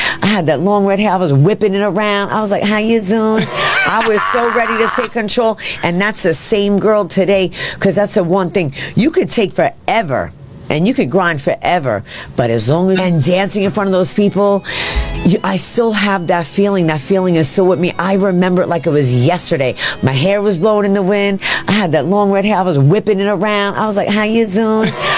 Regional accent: New York City, New York, United States; I'm from Jamaica Avenue, that train stop, 169. So right where … all them grew up.

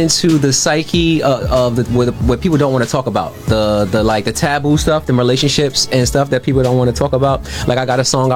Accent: Brooklyn, New York, United States; I'm from Brooklyn, New York. Shout out to Brooklyn.

